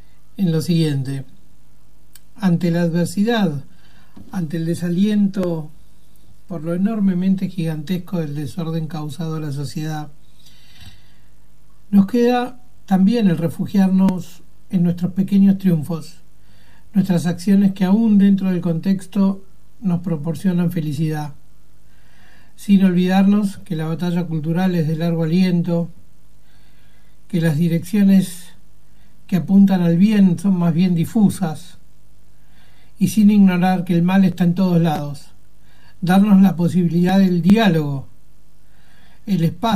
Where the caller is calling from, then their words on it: Buenos Aires, Argentina; desde Parque Chas, Cava.